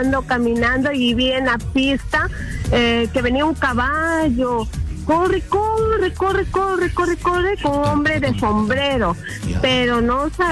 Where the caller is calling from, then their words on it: Chiclayo, Lambayeque, Peru; De Chiclayo.